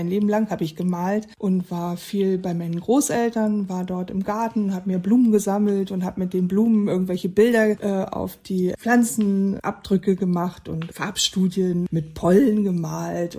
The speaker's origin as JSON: {"language": "German", "town": "Gardelegen", "region": "Saxony-Anhalt", "country": "Germany", "tie": "born or raised there", "moved": "as an adult", "lives_now": "Rerik, Germany", "said": "Ich bin in Gardelegen geboren, in Sachsen-Anhalt und vor 5 Jahren hier hochgezogen in den Norden."}